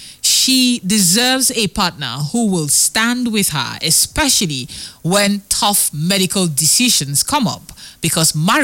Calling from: Port Harcourt, Rivers, Nigeria; I'm texting from Port Harcourt.

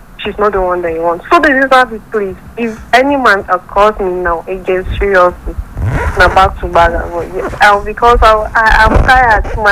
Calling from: Bukuru, Plateau, Nigeria; It's still … from Bukuri.

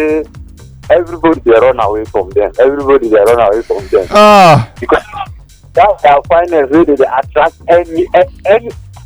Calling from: Abuja, Federal Capital Territory, Nigeria; I'm calling you from Guzafe.

